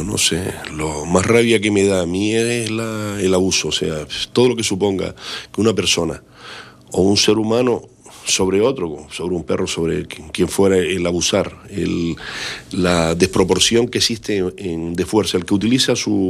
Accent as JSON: {"language": "Spanish", "town": "Artenara", "region": "Canary Islands", "country": "Spain", "tie": "born or raised there", "also_born_or_lived": "La Laguna, Tenerife", "moved": "yes", "said": "A mí tengo la ventaja de haber nacido, vivido mi infancia en Artenara, que es un pueblo precioso."}